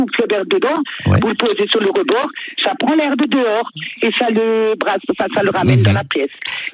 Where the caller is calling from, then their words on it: Bouxwiller, Grand Est, France; Vous savez comment on dit en Alsacien chez nous?